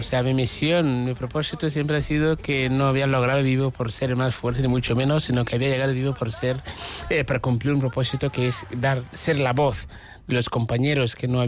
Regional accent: Ghana; moved away as an adult; now in Spain; Llegué a Libia, salí de Ghana, tardé 3 meses sin llegar a Libia y luego llegué a España en 2005, o sea, 5 años de viaje.

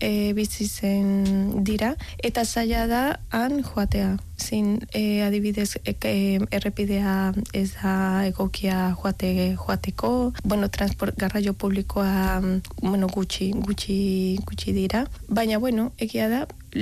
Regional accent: Bogotá, Colombia; born there; Basque is a second language; Ni irian, Bogota jaio nintzen, bai.

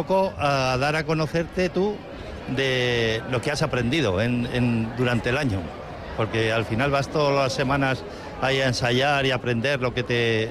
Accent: Marcilla, Navarre, Spain; now in Pamplona, Spain; Sí, sí, soy de Marcilla, pero vivo aquí en Pamplona, vaya.

